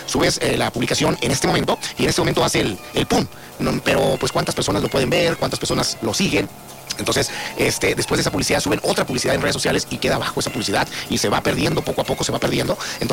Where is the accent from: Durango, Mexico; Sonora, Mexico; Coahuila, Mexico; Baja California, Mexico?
Sonora, Mexico; Bacabache; born there; allá en el Saneal me tocó mucho comer los quelites, porque desde niño andaba yo comiendo quelites y esto te ponía las playitas, allá en Bacabache, en Saneal, en Tesia, en todos lados.